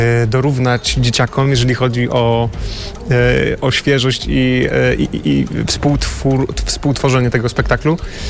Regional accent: Wrocław, Lower Silesian Voivodeship, Poland; Pochodzę z Wrocławia, a kończę właśnie studia aktorskie na Łódzkiej Szkole Filmowej.

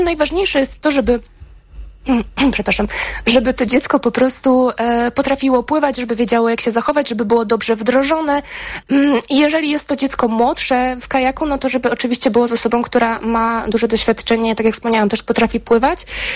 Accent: Pomeranian Voivodeship, Poland; u nas na Pomorzu

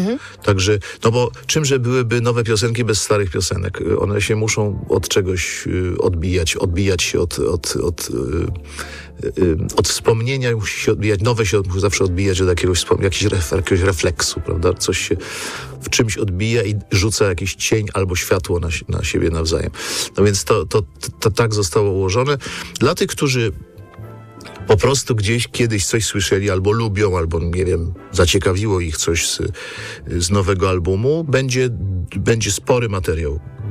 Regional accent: Kraków, Lesser Poland, Poland; chociaż już tylko ja i Szczerba jesteśmy z Krakowa w zespole

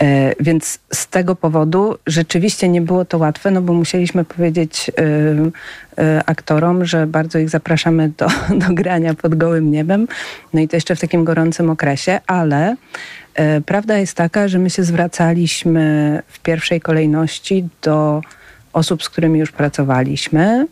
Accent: Warsaw, Masovian Voivodeship, Poland; born there; ja jestem warszawianką z urodzenia i ja w Zamku Królewskim, może byłam raz w życiu, wstyd przyznać, z jakąś wycieczką szkolną

